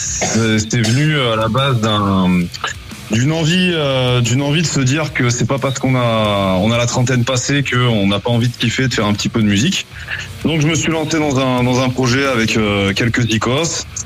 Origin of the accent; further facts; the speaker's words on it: Valence, Auvergne-Rhône-Alpes, France; On vient de Valence, donc on Valence, a un peu d'artichaut, un peu de vin. Valence, c'est au sud de, on va dire, c'est au sud de Lyon. C'est à une heure au sud de Lyon, à une heure de Grenoble.